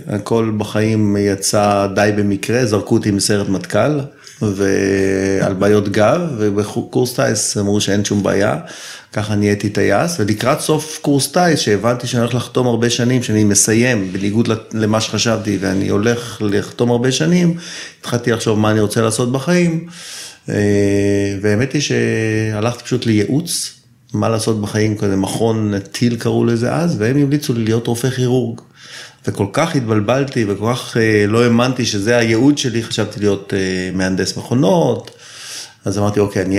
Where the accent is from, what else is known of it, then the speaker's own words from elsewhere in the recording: Tel Aviv, Tel Aviv District, Israel; now in Zikhron Ya'akov, Israel; אני תל אביבי במקור, גר היום בזיכון בן 56